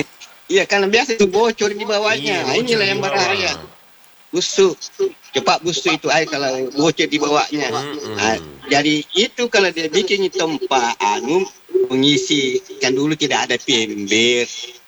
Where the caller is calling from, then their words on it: Indonesia; dari Rapuk Kalung.